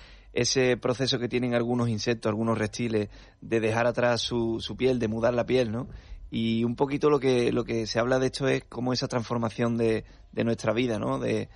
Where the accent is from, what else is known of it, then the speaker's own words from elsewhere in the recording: Utrera, Andalusia, Spain; de mi tierra, ¿no? De Utrera